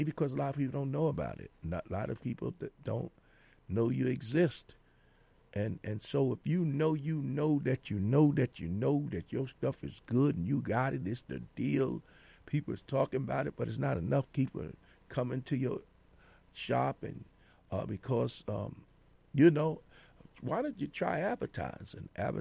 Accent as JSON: {"language": "English", "town": "New York City", "region": "New York", "country": "United States", "said": "I'm from Brooklyn"}